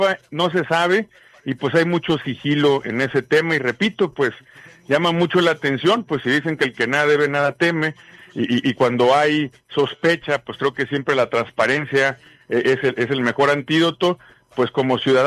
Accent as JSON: {"language": "Spanish", "region": "Sinaloa", "country": "Mexico", "said": "quien más pierde somos los sinaloenses"}